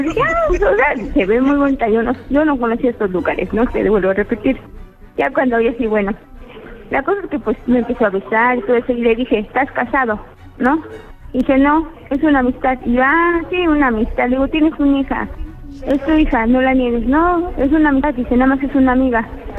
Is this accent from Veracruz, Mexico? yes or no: yes; Orizaba, Veracruz, Mexico; 45 años y de Orizaba, Veracruz.